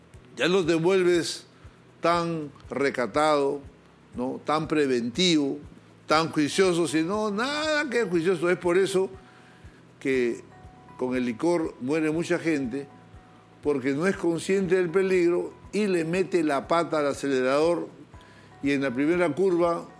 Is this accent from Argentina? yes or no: no; Peru